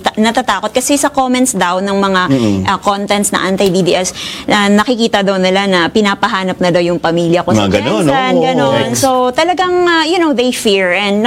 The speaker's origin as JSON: {"language": "Tagalog", "region": "Visayas", "country": "Philippines", "said": "Kaya nga nakakagalit sa akin bilang Bisaya."}